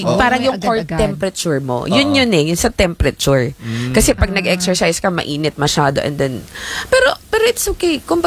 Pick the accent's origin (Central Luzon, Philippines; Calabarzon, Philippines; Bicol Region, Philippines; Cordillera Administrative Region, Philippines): Calabarzon, Philippines; Me, I'm from Laguna.